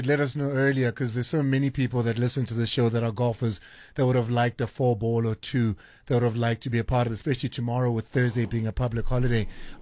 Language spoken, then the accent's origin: English; South Africa; And it's something that I, as a South African, am extremely proud of in what you've done.